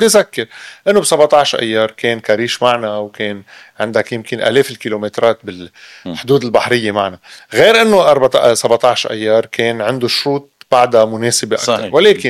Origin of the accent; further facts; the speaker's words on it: Lebanon; نحن كلبنانيين يلي تحروقوا صبيعنا على مدى 40 سنة